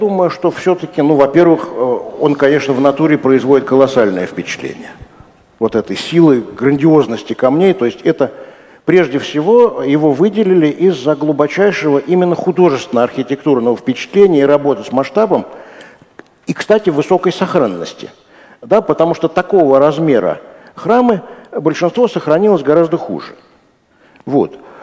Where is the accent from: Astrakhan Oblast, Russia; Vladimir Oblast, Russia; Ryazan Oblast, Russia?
Ryazan Oblast, Russia; Ryazan; я тоже из Рязани, это для начала. Да, и живя в Рязани, очень хочется куда-то поехать